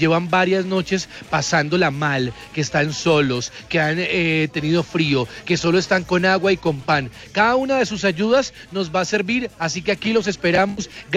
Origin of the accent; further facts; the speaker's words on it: Colombia; hoy le demostramos a nuestros hijos que todos somos colombianos